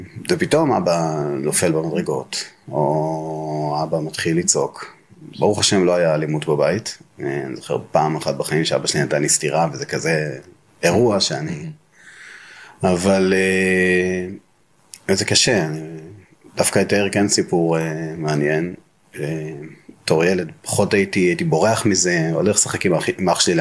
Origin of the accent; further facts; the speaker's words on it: Mazkeret Batya, Central District, Israel; נולדתי במזכרת בתיה למשפחה ספרדית, ממוצעת, מסורתית.